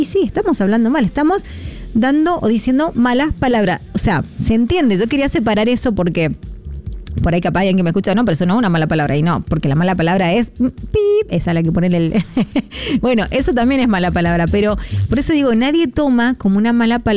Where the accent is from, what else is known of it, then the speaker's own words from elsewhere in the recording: Argentina; soy argentina